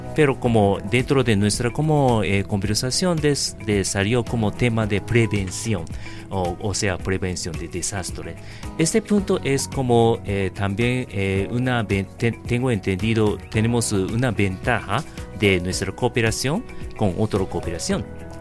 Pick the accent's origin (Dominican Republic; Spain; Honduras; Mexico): Honduras; como siempre estamos trabajando juntos como hondureños